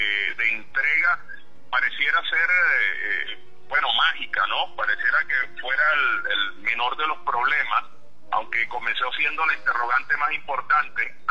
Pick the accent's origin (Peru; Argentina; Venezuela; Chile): Venezuela; aquí dispuesto a seguir haciendo lo que nos toca como ciudadanos, como venezolanos